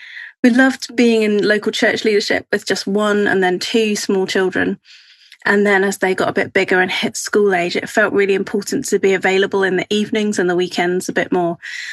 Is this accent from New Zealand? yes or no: yes; New Zealand; now in England; So I grew up in New Zealand where everyone had a bit of a can-do attitude.